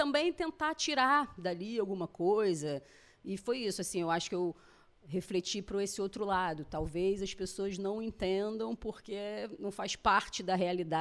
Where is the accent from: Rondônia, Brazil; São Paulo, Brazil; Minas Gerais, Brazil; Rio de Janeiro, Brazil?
Rio de Janeiro, Brazil; Eu sou muito carioca, assim, da gema, né?